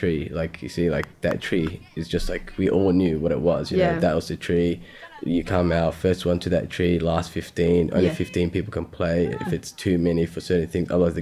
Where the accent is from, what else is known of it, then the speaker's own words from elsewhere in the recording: Carlton, Victoria, Australia; Carlton has had its times. Growing up, it was really good. Like, it was really community-based. It was really community-orientated. It was really nice place to grow up, I reckon.